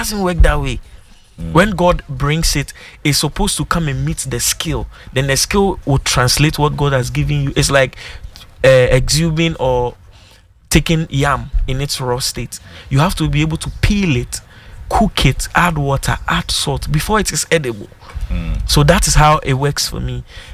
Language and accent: English; Ghana; I didn't like the fact that people did not see me as Ghanaian.